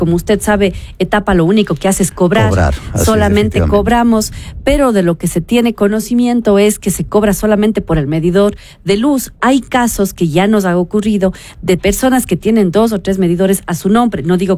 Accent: Cuenca, Azuay, Ecuador

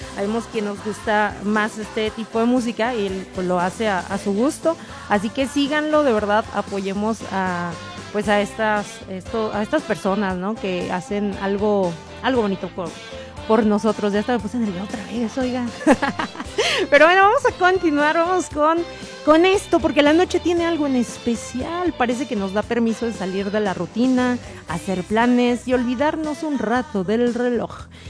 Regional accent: Guanajuato, Mexico; moved away; also born or lived in Hércules, Coahuila / La Perla; soy de Guanajuato, que estuve en Hércules, que estuve en La Perla, que forman parte de mi vida, de mi corazón, de mi historia, de mi todo.

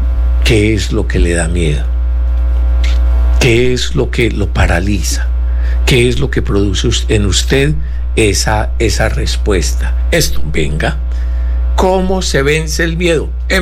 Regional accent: Colombia; also born or lived in Barranquilla; nosotros, como cachacos y como por acá paisas, no conocíamos el fenómeno de los arroyos

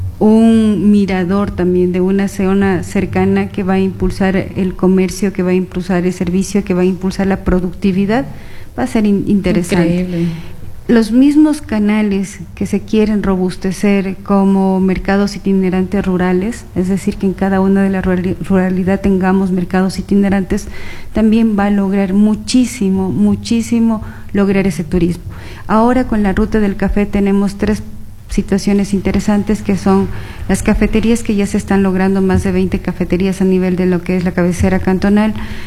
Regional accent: Sozoranga, Loja, Ecuador; En mi tierra, en Sosoranga, el bosque del Ceibal es precioso.

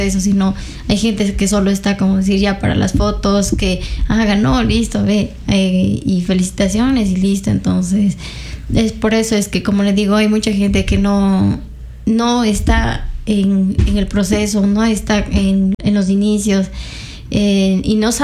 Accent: Ecuador

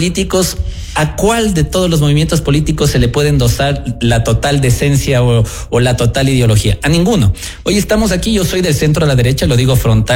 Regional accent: Quito, Pichincha, Ecuador; Por Pichincha en el Distrito Sur, yo soy del sur de Quito

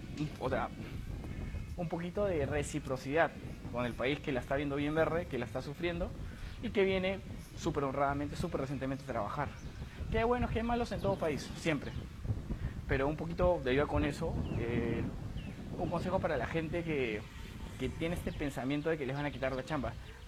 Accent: Peru; ¿Usted es venezolano? Y yo le dije, no. No soy peruano.

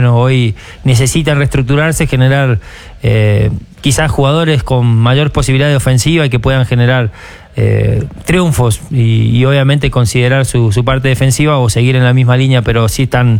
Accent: Argentina; Nosotros me incluyo como argentino, ¿no?

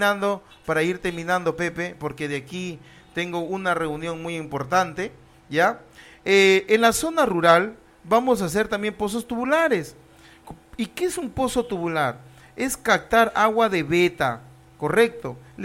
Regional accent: Túcume, Lambayeque, Peru; el pueblo joven Federico Villarreal, mi pueblo joven.

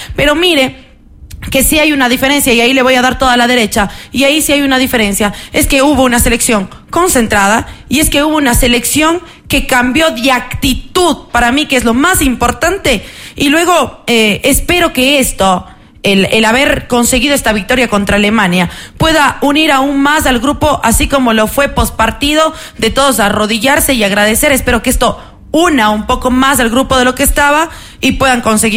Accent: Ecuador; yo soy ecuatoriana

